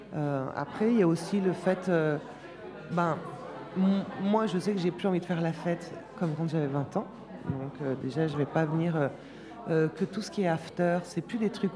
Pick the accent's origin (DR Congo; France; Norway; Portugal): France; Grenoble, Auvergne-Rhône-Alpes; now in Paris, France; moi, je suis originaire de Grenoble. Et quand je suis arrivée à Paris